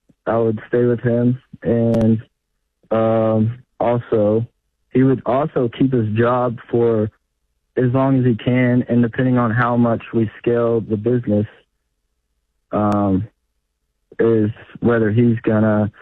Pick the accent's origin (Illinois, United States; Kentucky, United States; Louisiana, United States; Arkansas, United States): Arkansas, United States; I'm actually from Arkansas, but Dallas is the closest major city.